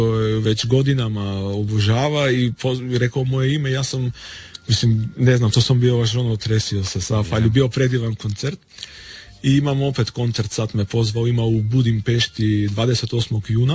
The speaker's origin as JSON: {"language": "Croatian", "town": "Bitola", "country": "North Macedonia", "tie": "born or raised there", "said": "u Bitolju, u mom rodnom gradu"}